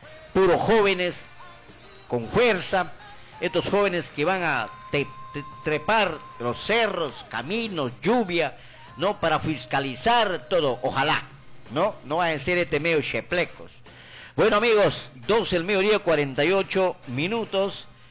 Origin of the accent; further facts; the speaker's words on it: Aguaytía, Ucayali, Peru; born there; Yo estimo mi pueblo, quiero mi pueblo, aquí nací en este pueblo